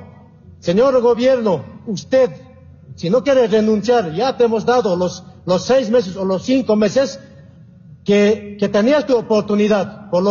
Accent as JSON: {"language": "Spanish", "country": "Bolivia", "said": "Nosotros somos pueblo boliviano también"}